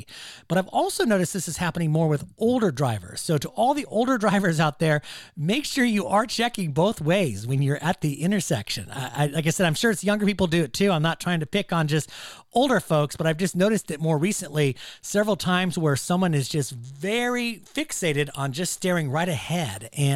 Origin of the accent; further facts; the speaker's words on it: Davis, California, United States; my hometown here in Davis, California